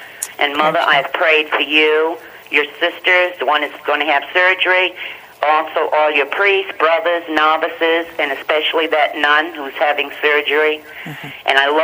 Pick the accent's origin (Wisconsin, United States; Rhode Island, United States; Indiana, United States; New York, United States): Rhode Island, United States; Middletown; from Middletown, Rhode Island.